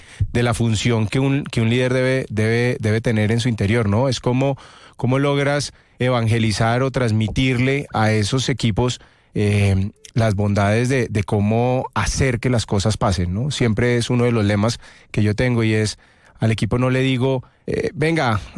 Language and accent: Spanish; Bogotá, Colombia; also born or lived in other parts of Colombia / abroad; pero soy bogotano 100%, Rolo. Nacido aquí en Bogotá.